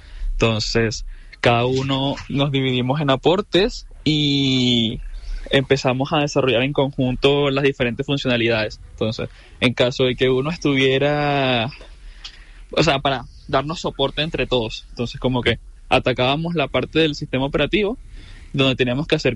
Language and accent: Spanish; Venezuela; yo soy venezolano y tenía que tener el pasaporte